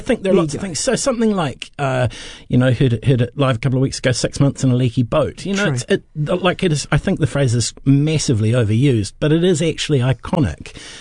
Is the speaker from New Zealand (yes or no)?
yes; Timaru, Canterbury, New Zealand; growing up in Timaru as a child